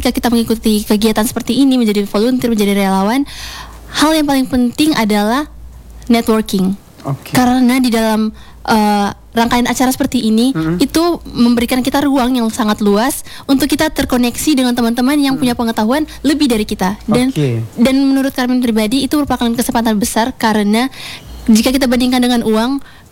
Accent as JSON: {"language": "Indonesian", "town": "Ngela", "country": "Indonesia", "said": "Karena jujur saya adalah orang Ngela, tapi ini yang merupakan kali pertama saya ke Ngela."}